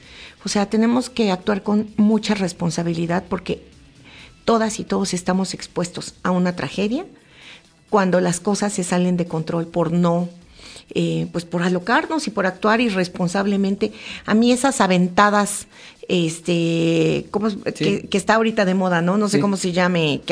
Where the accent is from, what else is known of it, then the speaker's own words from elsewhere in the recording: Mexico; en lo que nos hace, pues, fuertes como mexicanos